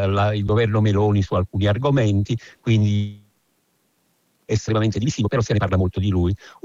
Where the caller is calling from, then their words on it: Naples, Campania, Italy; da Napoli.